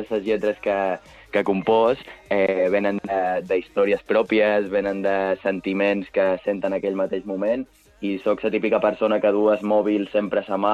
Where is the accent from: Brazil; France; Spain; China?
Spain; Jesús, Balearic Islands; Jo soc de Jesús